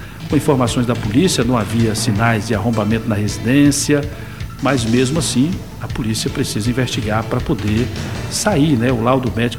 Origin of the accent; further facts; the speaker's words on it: Campo Maior, Piauí, Brazil; eu sou aqui da cidade de Campo Maior, terra da carne de sol, da cera de carnaúba, da Serra de Santo Antônio, entre outras peculiaridades aqui da nossa cidade, né?